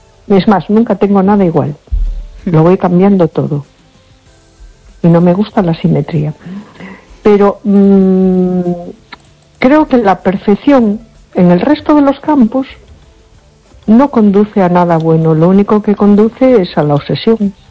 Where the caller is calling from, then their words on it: A Coruña, Galicia, Spain; de Coruña.